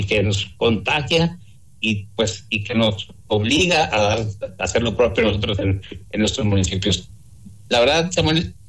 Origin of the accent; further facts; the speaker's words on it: Ciudad Valles, San Luis Potosí, Mexico; como buenos mexicanos y a lo mejor como buenos vallenses